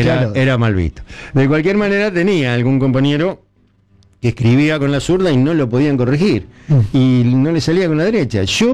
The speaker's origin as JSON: {"language": "Spanish", "country": "Argentina"}